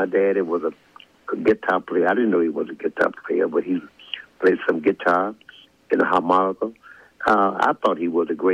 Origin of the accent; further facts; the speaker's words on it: Louisiana, United States; because I'm from Louisiana, but my first encounter of the stage was in Arkansas on 30th Street in Pine Bluff, Arkansas.